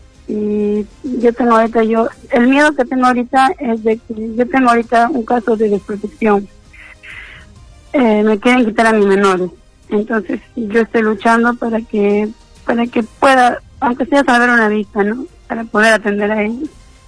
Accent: Camaná, Arequipa, Peru; Tengo 26 años de edad. Soy de Camana.

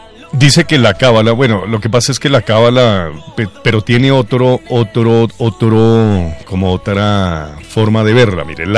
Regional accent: Colombia; Entonces ya los colombianos nos creemos campeones del mundo, como los argentinos

